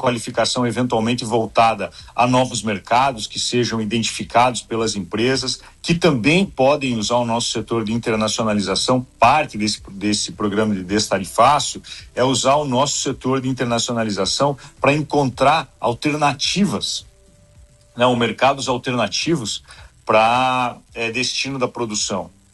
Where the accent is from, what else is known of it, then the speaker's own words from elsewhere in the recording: Joaçaba, Santa Catarina, Brazil; Bom, eu sou de Joaçaba